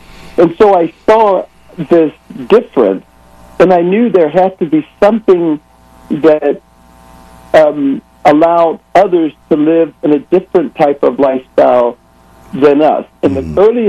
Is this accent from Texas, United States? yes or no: yes; Texas, United States; I was born in the Piney Woods of East Texas in a house with no plumbing or electricity.